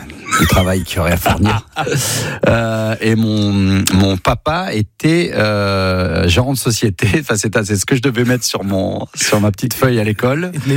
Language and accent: French; Auvergne-Rhône-Alpes, France; born or raised there; also born or lived in Valence